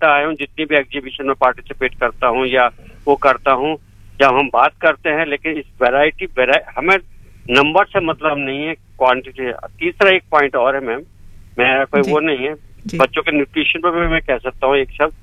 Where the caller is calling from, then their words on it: Ghaziabad, Uttar Pradesh, India; मैं गाजियाबाद से बोल रहा हूँ